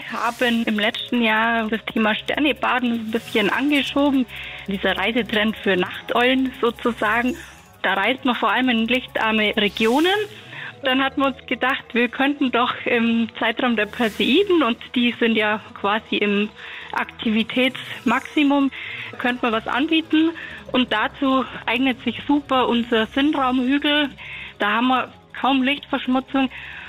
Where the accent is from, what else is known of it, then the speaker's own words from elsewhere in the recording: Allgäu, Germany; Kirabiere ist eine Stirnlampe bei uns im Allgäuerischen.